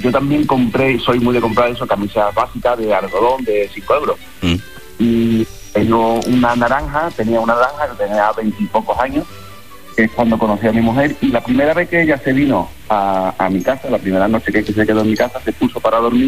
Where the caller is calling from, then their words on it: Matalascaña, Andalusia, Spain; Yo soy de Lapino, de Matalascaña.